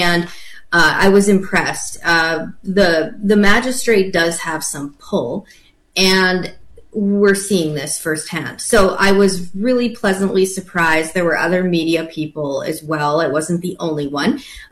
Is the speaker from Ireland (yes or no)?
no; Canada; now in Arizona, United States; I am a Canadian